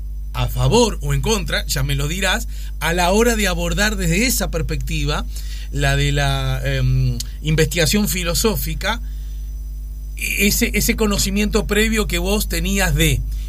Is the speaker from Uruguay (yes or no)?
yes; Uruguay